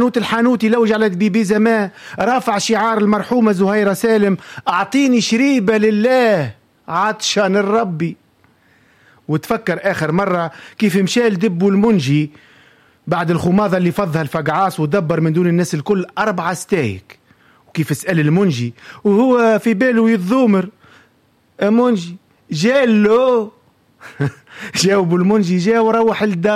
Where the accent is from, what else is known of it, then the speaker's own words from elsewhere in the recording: Tunisia; احنا تونسي ديما في جره بعض الشيء